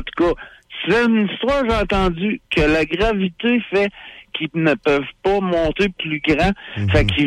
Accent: Quebec City, Quebec, Canada; also born or lived in South Shore (Rive-Sud), Quebec; J'étais un gars de la rive sud, mais j'ai grandi à Québec. J'ai fait ma jeunesse au corps du Ville avec les cheveux verts ici.

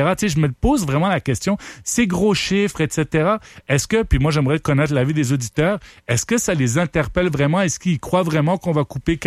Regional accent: Ottawa, Ontario, Canada; moi je viens d'Ottawa, on l'avait fait à Ottawa de couper de 2 %

